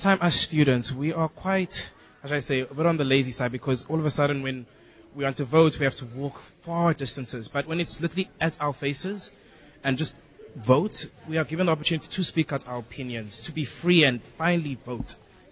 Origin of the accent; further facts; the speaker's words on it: South Africa; now in Cape Town, South Africa; me as a South African, is that the investment into sports. So within my own city, I live in town, right?